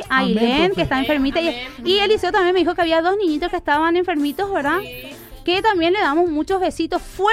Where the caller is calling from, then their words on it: Sajonia, Asunción, Paraguay; de Sajonia.